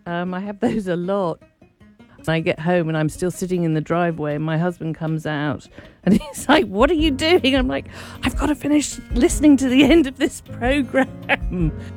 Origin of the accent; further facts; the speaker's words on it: Edmond, Oklahoma, United States; from Edmond, part of the community of listeners that supports KGOU with an annual contribution.